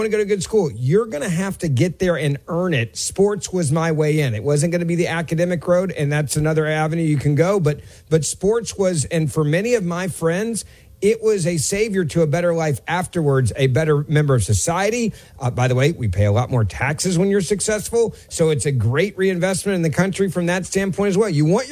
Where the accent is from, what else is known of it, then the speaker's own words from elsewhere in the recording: Memphis, Tennessee, United States; University of Memphis, my hometown football coach